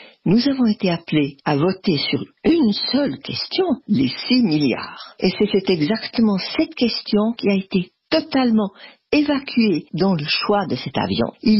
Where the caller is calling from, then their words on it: Montreux, Vaud, Switzerland; je vous appelle de Montreux.